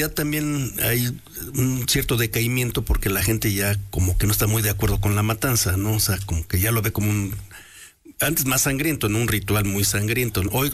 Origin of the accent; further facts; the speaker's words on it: Puebla, Mexico; yo soy del barrio de Los Remedios, entonces que me queda cerca del mercado Carmen Cerdán, mejor conocido de La Cocota.